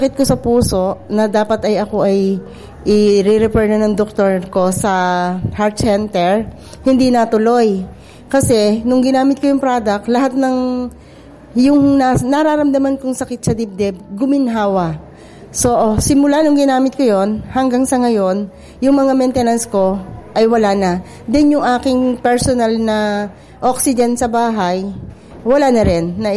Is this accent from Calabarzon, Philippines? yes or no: yes; Santa Cruz, Calabarzon, Philippines; from Santa Cruz, Laguna. Barangay San Juan, Santa Cruz, Laguna po.